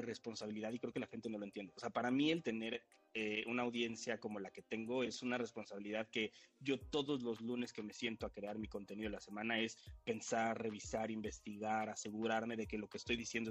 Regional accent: Mexico

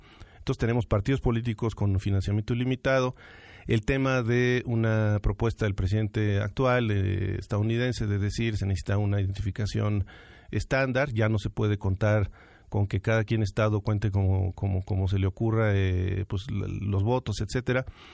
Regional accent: Mexico; como mexicanos que bien sabemos nuestra historia y bien conocemos nuestra historia desde la primaria

